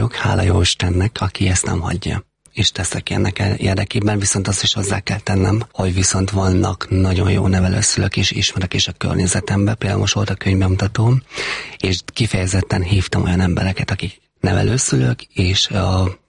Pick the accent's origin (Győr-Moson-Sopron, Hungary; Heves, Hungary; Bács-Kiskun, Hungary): Heves, Hungary; Én Heves megyében nőttem föl.